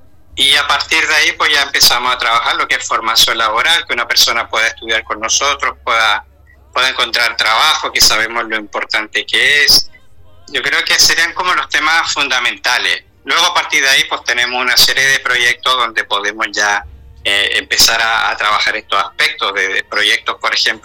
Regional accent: Chile; moved away as an adult; now in Catalonia, Spain; Uno como chileno acá, que ha vivido estas situaciones

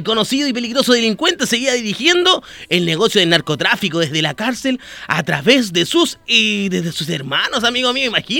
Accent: Chile; sería buenísimo para nosotros como los chilenos tener una vacuna así, y no, y que salga de Chile, pues, cabrón.

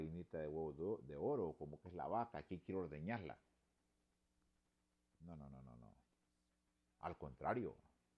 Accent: Honduras; nosotros debemos de exigir como pueblo hondureño que sean transparentes

